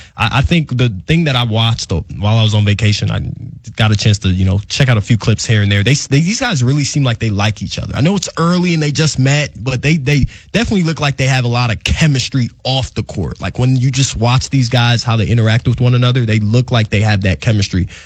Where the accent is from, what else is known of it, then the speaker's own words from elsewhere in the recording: Florida, United States; I'm from Florida, and I've never been to Panama City Beach.